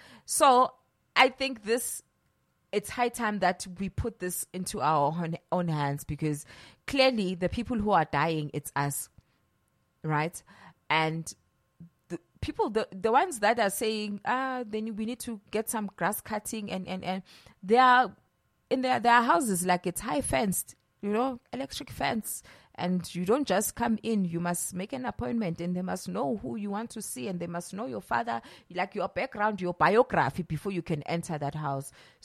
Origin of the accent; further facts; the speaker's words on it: Johannesburg, Gauteng, South Africa; I'm from Deep Kloof, so I normally pass by Nasrec.